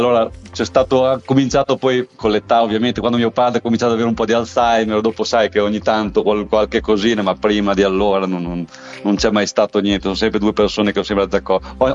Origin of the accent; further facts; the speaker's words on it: Pieve di Cento, Emilia-Romagna, Italy; accent: Bolognese dialect; noi siamo di Pieve di, siamo Pieve di Pieve di Cento in provincia di Bologna, quindi un dialetto, siamo tra metà tra Ferrara e Bologna, comunque è più un dialetto bolognese, direi.